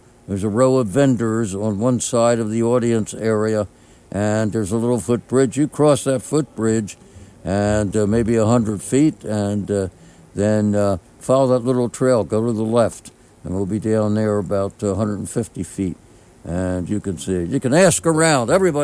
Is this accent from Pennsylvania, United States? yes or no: yes; Philadelphia, Pennsylvania, United States; I'm from the Philly area.